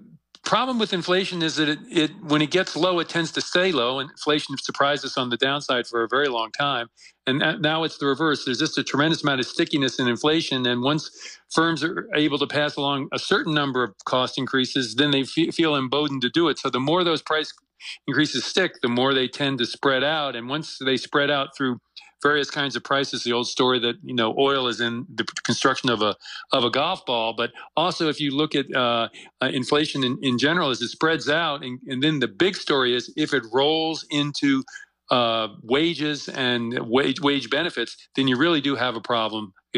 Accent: New York, United States; Oh, absolutely. The joke is, you know you're a real New Yorker is when you see a parade, you go in the opposite direction.

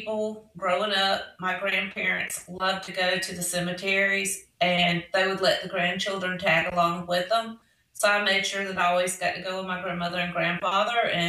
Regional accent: Greenville, Alabama, United States; I am from Greenville, Alabama. I have lived in Butler County pretty much all my life.

